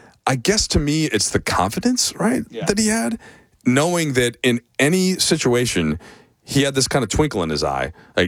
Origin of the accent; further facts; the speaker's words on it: Minnesota, United States; moved away; I think Phil must have known that I was from Minnesota.